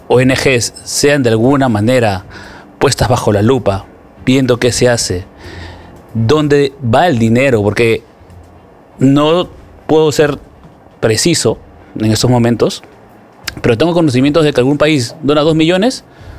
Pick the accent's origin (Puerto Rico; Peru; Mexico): Peru